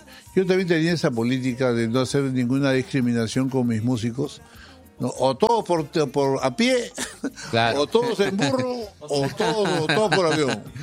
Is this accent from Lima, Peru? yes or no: yes; Lima, Peru; born there; moved away as an adult; also born or lived in Jayanca; Yo nací en Lima.